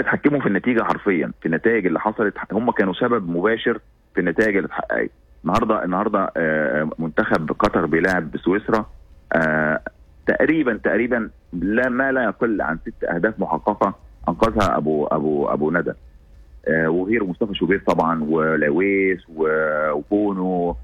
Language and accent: Arabic; Egypt; احنا كمصريين